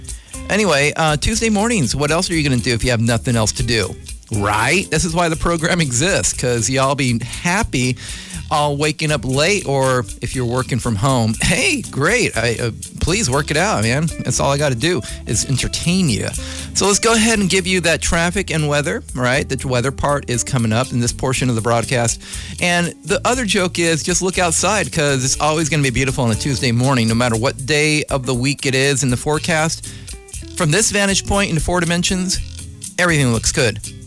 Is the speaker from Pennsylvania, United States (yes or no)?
no; Vallejo, California, United States; accent: Vallejoan; I'm speaking Vallejoan. My accent's Vallejoan. When I talk like this, it's because I'm a Vallejoan.